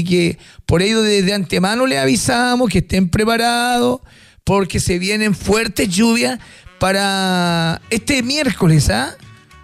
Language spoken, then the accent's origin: Spanish; Chile; solidarios como somos los chilenos, apoyando al que lo está sufriendo.